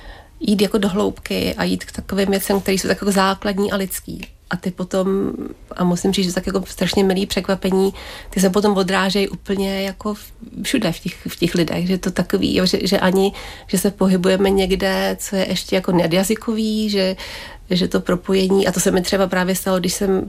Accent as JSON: {"language": "Czech", "town": "Hradec Králové", "region": "Hradec Králové Region", "country": "Czechia", "tie": "born or raised there", "moved": "yes", "said": "já jsem vyrůstala v Hradci Králové"}